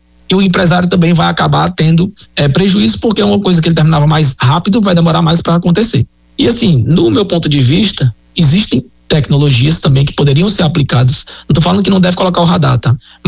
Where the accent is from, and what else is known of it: Fortaleza, Ceará, Brazil; born or raised there